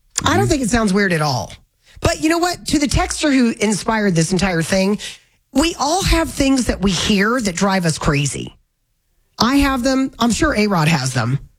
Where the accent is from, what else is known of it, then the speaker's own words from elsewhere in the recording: Florida, United States; accent: southern; moved away; The southern accent where I'm from in northern Florida is a hard redneck accent.